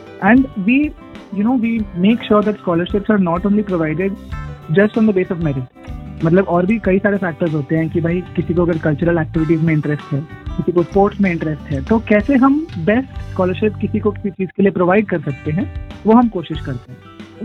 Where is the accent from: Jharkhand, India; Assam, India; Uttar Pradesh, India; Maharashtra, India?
Uttar Pradesh, India; Lucknow; also born or lived in Sidhauli; हम लोग लखनऊ से हेल करते हैं, हम लोग मतलब ओरिजिनली लखनऊ से है, लखनऊ के पास भी हमारा गाँव है सिधौली करके।